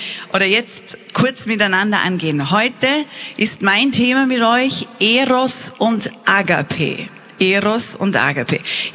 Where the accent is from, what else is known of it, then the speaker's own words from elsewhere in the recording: Austria; wir sind Österreicher, natürlich haben wir Englisch gelernt.